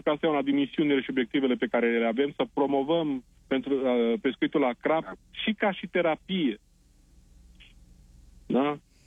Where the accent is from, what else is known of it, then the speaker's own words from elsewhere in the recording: Romania; now in Canada; la noi, la români, ține foarte mult de cultura și tradiția noastră. Toți am crescut pe lângă o apă.